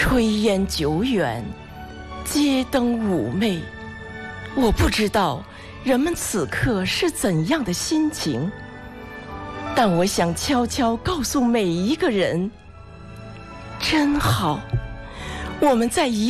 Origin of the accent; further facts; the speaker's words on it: Hebei, China; 因为我们都是生于斯，长于斯，我们都是河北人，